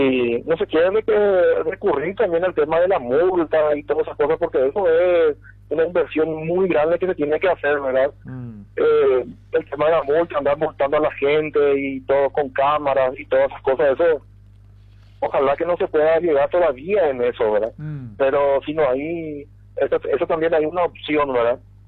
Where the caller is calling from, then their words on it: Presidente Franco, Alto Paraná, Paraguay; Ciudad del Este, Franco. Yo vivo en Franco, la empresa en Ciudad del Este